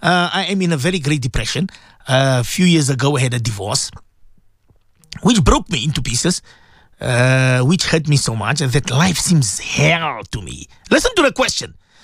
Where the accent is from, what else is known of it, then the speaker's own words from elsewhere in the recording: Johannesburg, Gauteng, South Africa; I'm from Johannesburg North.